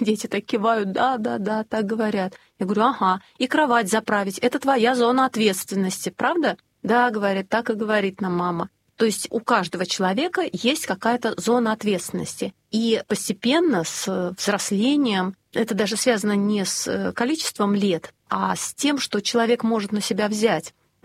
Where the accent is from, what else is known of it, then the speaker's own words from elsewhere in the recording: Saint Petersburg, Russia; То есть мы не говорим, что вот мы, петербуржцы, молимся только за Петербург, а вы, москвичи, там, тулики и так далее.